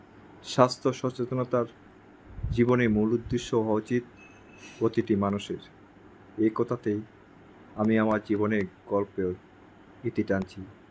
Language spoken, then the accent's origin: Bangla; Krishnanagar, Tripura, India; বাবার চাকরি সুবাদে আমার জন্ম হয় এই কৃষ্ণনগর গ্রামে। আমার শৈশব কৈশোর কেটেছে এই কৃষ্ণনগর গ্রামীণ এলাকায়।